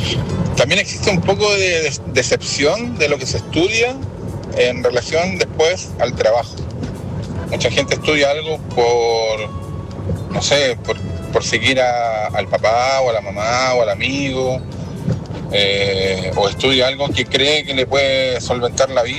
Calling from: Arica, Arica y Parinacota, Chile; Soy de Arica, tengo familia que tiene pequeños terrenos y plantaciones de tomate y cosas así.

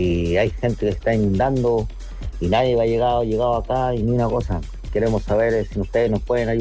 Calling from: Lampa, Santiago Metropolitan Region, Chile; somos de acá de Santa Inés de Lampa

